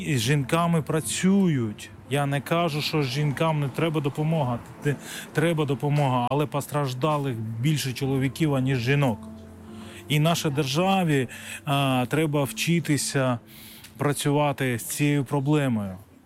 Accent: Yerevan, Armenia; Я народився в Вірменії, в місті Єреван. Жив там зі своїми батьками.

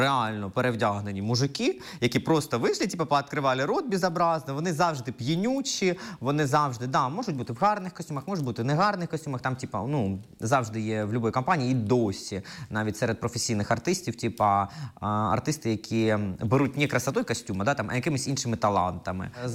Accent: Kropyvnytskyi, Kirovohrad Oblast, Ukraine; Ні, я з Кропивницького.

